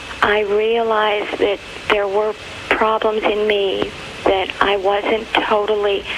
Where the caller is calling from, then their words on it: Pennsylvania, United States; I'm from Pennsylvania.